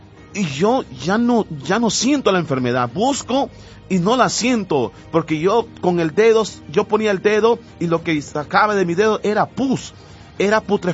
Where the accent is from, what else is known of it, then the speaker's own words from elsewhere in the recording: Nicaragua; y allá en Nicaragua, en mi país, se le llaman mosca cuando algo hiere, mal olor